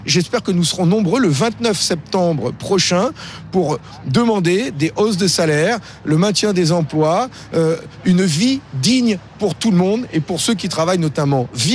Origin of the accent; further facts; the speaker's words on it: France; Et c'est nous, les Français, qui les payons derrière.